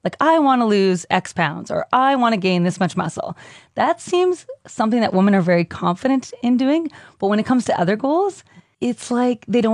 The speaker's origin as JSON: {"language": "English", "town": "Thunder Bay", "region": "Ontario", "country": "Canada", "tie": "born or raised there", "said": "I grew up in Thunder Bay."}